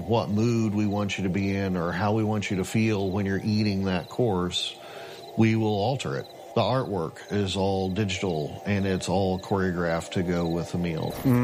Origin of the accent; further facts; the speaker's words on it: Oklahoma, United States; growing up in Oklahoma, my earliest memories are being in the garden with my grandmother, something I still remember to this day.